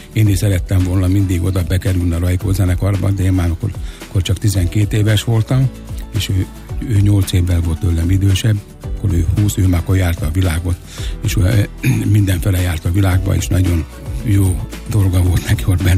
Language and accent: Hungarian; Törökszentmiklós, Jász-Nagykun-Szolnok, Hungary; ők eleinte otthon játszottak Törőszent Miklóson, mert mi onnan származunk, Törőszent Miklósról természetesen, és arra nagyon büszkék vagyunk